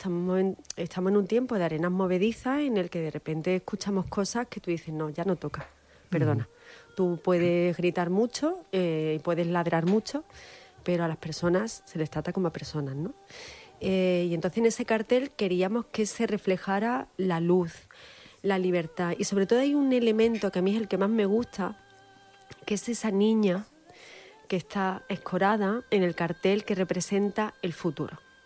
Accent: Málaga, Andalusia, Spain; Yo soy malagueña y vivo en Málaga y yo quiero muchísimo a mi ciudad y mi ciudad me ha dado mucho y yo le doy mucho a mi ciudad. Pero yo procuro, sobre todo fuera, decir que soy andaluza.

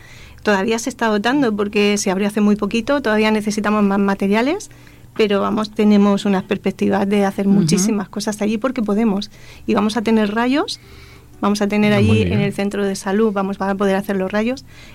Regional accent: Molina de Segura, Region of Murcia, Spain; Sí, Molina crece mucho, Molina es muy grande. Los que somos de Molina, los que hemos trabajado y trabajamos aquí

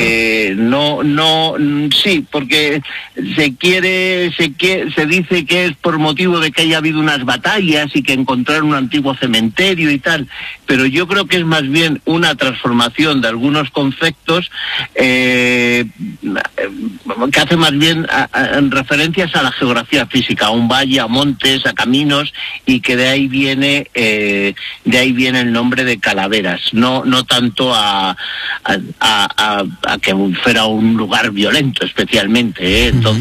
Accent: Orcajo de la Ribera, Castile and León, Spain; Por ejemplo, en Orcajo de la Ribera, en mi pueblo, en Orcajo, en Gredos, la mantenemos, la de cobrar el piso.

